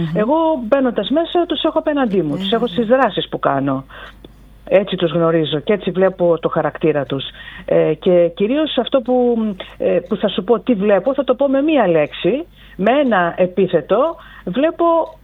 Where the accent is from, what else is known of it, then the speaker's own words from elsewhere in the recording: Volos, Thessaly, Greece; moved away; Δεν τυχαία το λέω σε σένα και στο Βόλο. Με μεγάλη συγκίνηση στην πατρίδα μου.